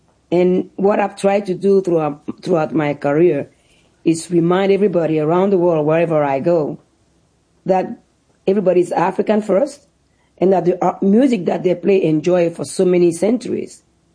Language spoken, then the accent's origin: English; Benin; English is a second language; I'm still that curious little girl growing up in Benin asking relentlessly questions